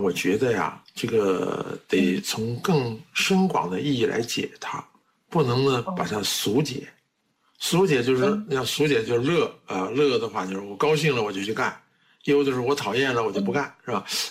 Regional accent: China; 身为一个中国人，哪怕是一个我最普通、最普通的中国人

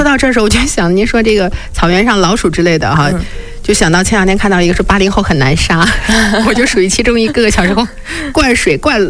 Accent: Xilingol, Inner Mongolia, China; 因为我是土生土长的这个锡林郭勒人啊

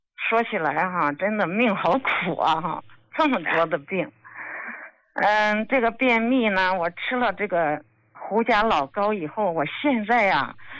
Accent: Shandong, China; 我们山东人啊，可能都爱吃咸，口重哈。

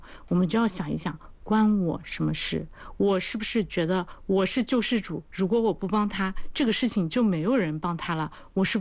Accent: China

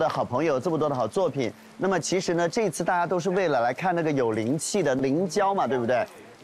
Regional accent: Hunan, China; 我们湖南人

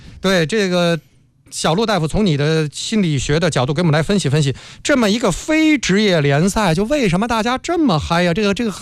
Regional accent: Jinzhou, Liaoning, China; 我们锦州的辽宁锦州义县的奉国寺

